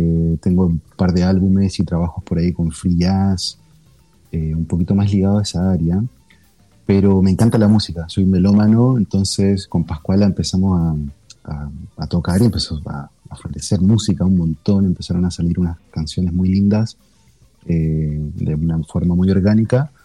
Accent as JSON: {"language": "Spanish", "town": "Melipilla", "region": "Santiago Metropolitan Region", "country": "Chile", "said": "yo soy del bosque de Melosilla, vivo acá en Melosilla, que es un sector muy pequeñito, que está entre Valparaíso y Casablanca."}